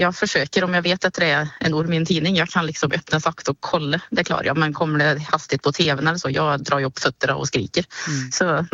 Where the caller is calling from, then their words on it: Årjäng, Värmland, Sweden; här hemma i Årjäng, eller mellan Årjäng och Töcksfors